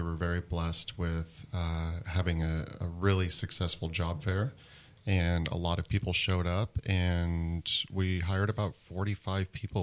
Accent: Las Vegas, Nevada, United States; So I think growing up in Las Vegas, my whole family worked in the industry as well, and on the gaming side in the casinos.

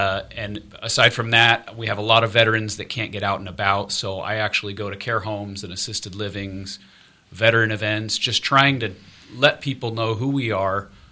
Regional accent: Redding, California, United States; I'm a Navy veteran. I'm born and raised in Redding. Really, the only time away from Redding was my 6 years in the Navy.

